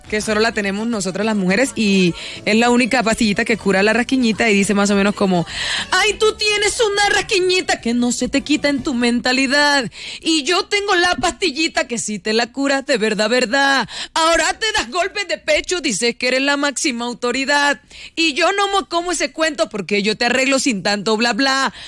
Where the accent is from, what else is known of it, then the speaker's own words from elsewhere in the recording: Aguachica, Cesar, Colombia; Y queda cerca a mi pueblo, Aguachica Cesar, entonces me queda cerca para visitar a mis papás.